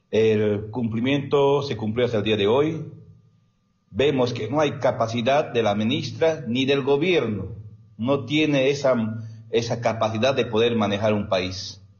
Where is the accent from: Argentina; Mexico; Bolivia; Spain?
Bolivia; nuestros derechos como bolivianos en las regiones trópicas.